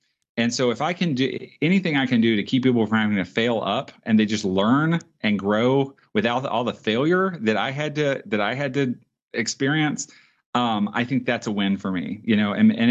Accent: Memphis, Tennessee, United States; I grew up in Memphis.

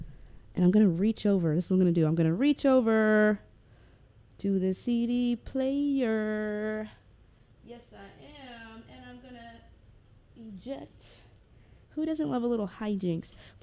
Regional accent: Texas, United States; Yes, I'm from Tejas.

